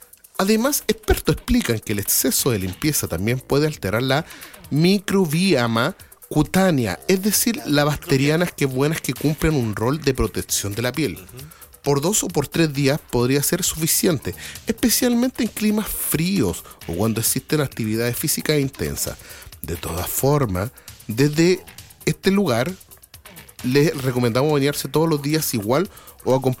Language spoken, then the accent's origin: Spanish; Santiago, Santiago Metropolitan Region, Chile; moved away as an adult; also born or lived in Lo Barnechea / Valparaíso; now in Melipilla, Chile; yo soy nacido y criado en Conchalí, los primeros asaltos, devoluciones. Viví en La Pincoya, ¿cachai? Viví después en Lo Barnechea. Yo viví en Playa Ancha.